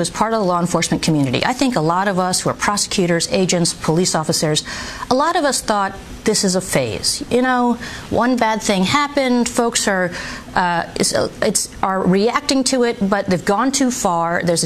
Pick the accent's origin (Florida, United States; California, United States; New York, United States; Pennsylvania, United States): New York, United States; born there; I was born in New York. I love this place.